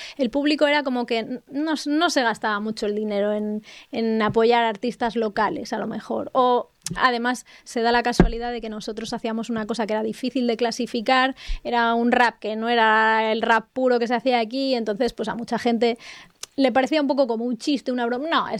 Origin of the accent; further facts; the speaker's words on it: Spain; hay algo de nosotros, como españoles quizá, que les gusta.